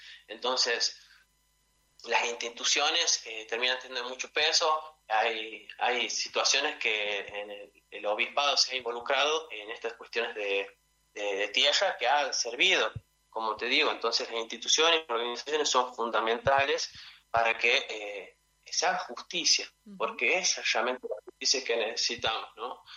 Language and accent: Spanish; La Rioja, Argentina; nuestra identidad como riojanos argentinos.